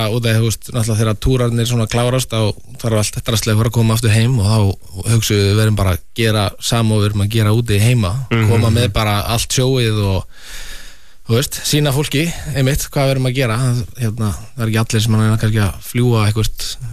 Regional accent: Keflavík, Southern Peninsula, Iceland; Sko, ég og Nanna, ég er úr Keflavík og hún er úr Garðinum

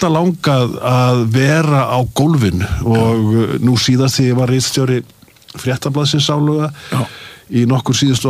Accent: Akureyri, Northeastern Region, Iceland; Já, já, það var alltaf dásamlega að alast upp á Akureyri.

